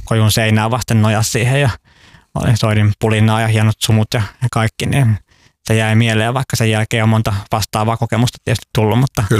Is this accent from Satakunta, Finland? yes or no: no; Helsinki, Uusimaa, Finland; Länsi-Helsingistä.